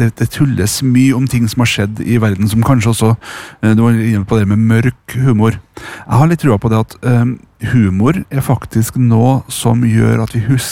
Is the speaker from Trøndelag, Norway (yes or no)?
yes; Trøndelag, Norway